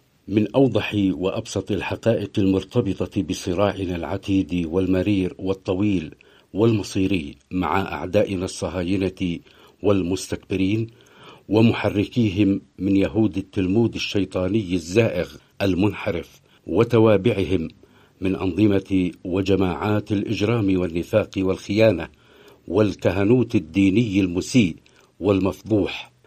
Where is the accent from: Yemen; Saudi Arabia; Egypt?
Yemen; واقع معركتنا المصيرية المتواصلة اليوم مع هؤلاء جعلنا كيمنيين وكمحور مجاهد مقاوم عموما على المحجة البيضاء ليلها كنهارها.